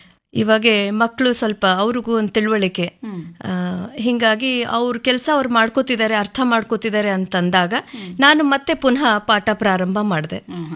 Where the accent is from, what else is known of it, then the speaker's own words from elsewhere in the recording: Raichur, Karnataka, India; ನನ್ನ ಹುಟ್ಟೂರು ರಾಯಚೂರು. ನಾನು ಮೂಲತಃ ರಾಯಚೂರಿಂದ ಬಂದವಳು. ನನ್ನ ಬಾಲ್ಯ ಎಲ್ಲ ರಾಯಚೂರಲ್ಲಿ ಆಗಿದ್ದು.